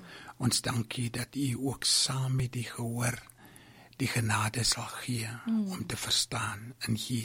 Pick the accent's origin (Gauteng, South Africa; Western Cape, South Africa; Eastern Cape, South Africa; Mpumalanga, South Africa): Western Cape, South Africa; Mossel Bay; ek is gebore hier in Mosselbaai. Ek het groot geword tot op matriek en toe ek weggegaan vir opleiding rondom evangeliewerk